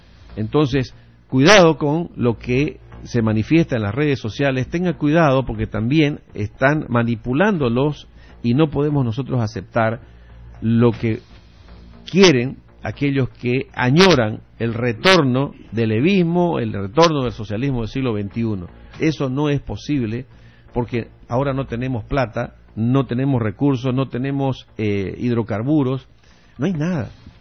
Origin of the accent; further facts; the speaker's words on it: Santa Cruz, Bolivia; Nosotros en Santa Cruz y en el oriente boliviano somos distintos.